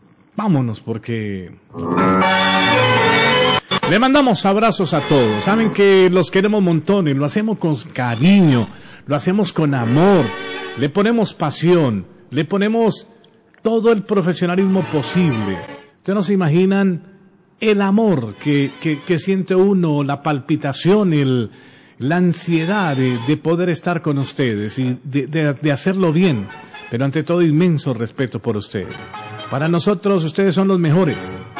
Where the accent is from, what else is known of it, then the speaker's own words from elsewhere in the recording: Colombia; born there; yo soy orgullosamente hispano, orgullosamente latino, hablo orgullosamente este castellano, dicen en la calle este español, y nací en una tierra maravillosa, en la puerta Suramérica, en una tierra donde es lleno de verde, de café